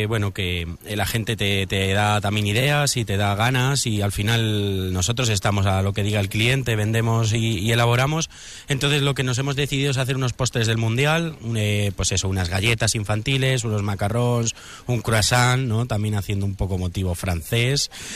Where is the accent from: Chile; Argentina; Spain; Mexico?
Spain; por lo menos como buen español celebrarlo con una fiesta.